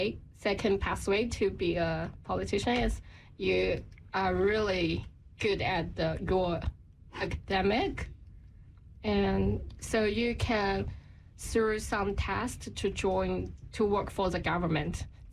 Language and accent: English; China; now in New Zealand; They're still in my hometown, and they all retired, so they enjoyed their life.